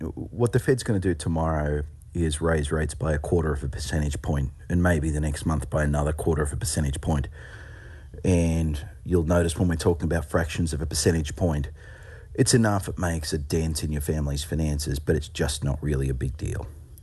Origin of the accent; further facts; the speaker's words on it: Australia; a more functional democracy like my home country of Australia or Canada